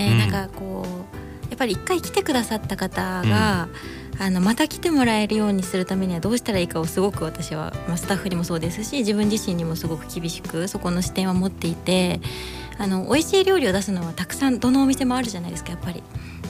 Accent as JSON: {"language": "Japanese", "region": "Hokkaido", "country": "Japan", "tie": "born or raised there", "also_born_or_lived": "Kanagawa", "moved": "yes", "lives_now": "Tokyo, Japan", "said": "私北海道出身じゃないですか"}